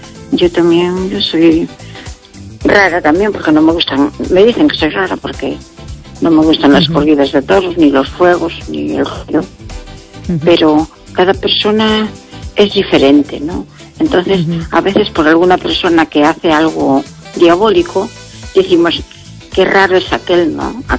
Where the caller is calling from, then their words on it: Pontevedra, Galicia, Spain; Buenas noches … de Pontevedra.